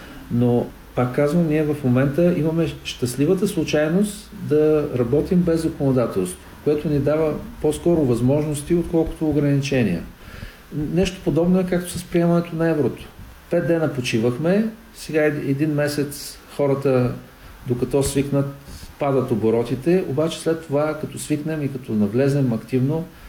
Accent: Plovdiv, Plovdiv Province, Bulgaria; аз самият съм от Пловдив.

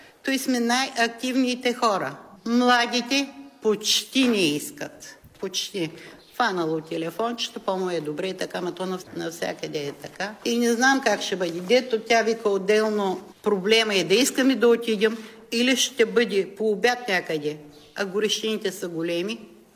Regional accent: Dobri Dyal, Veliko Tarnovo Province, Bulgaria; Родена съм в Добри дял, работила съм тука, живота ми е тука.

